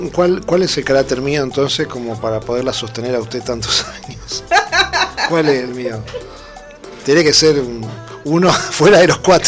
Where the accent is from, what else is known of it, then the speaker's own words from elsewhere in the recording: Uruguay; moved away; ¿Por qué dicen que los uruguayos somos bravos?